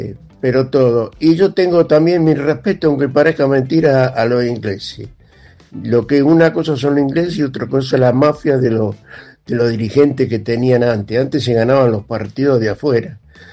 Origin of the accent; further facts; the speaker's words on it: Bahía Blanca, Buenos Aires Province, Argentina; Yo me crié jugando al fútbol en Villa Mitre, con el Ángel García, con el Bochita Alonso.